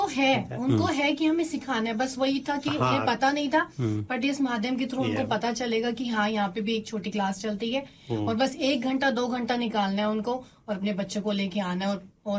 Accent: Uttarakhand, India; moved away; मैं north side से हूँ, उत्तराखंड से।

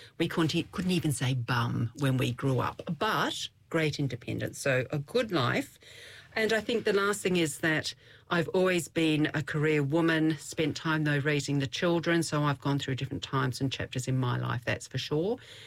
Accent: Melbourne, Victoria, Australia; now in New Zealand; Probably because you may pick it up in my accent that I'm from Australia. So I'm a Melbourne girl originally. I am a New Zealand citizen. I married an amazing Kiwi man, Nook, my husband.

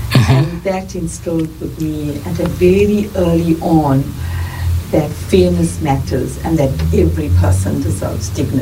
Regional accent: Durban, KwaZulu-Natal, South Africa; So I grew up in Durban, South Africa, during the apartheid era.

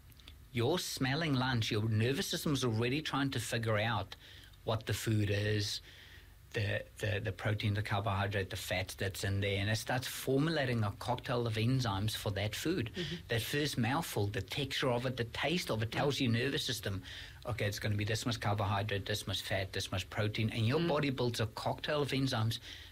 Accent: South Africa; born there; And this is where I count myself lucky that I was born in South Africa, where I saw what real struggling is like.

